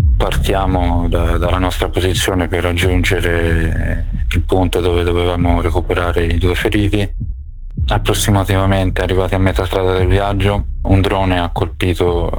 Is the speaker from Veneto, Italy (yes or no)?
no; Tuscany, Italy; moved away; Vengo dalla provincia di Firenze, ho 34 anni e in questo momento mi trovo in un centro di riabilitazione militare in periferia di Kiev.